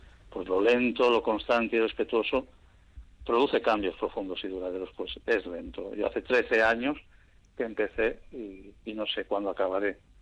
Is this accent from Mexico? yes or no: no; Bermeo, Basque Country, Spain; also born or lived in Barcelona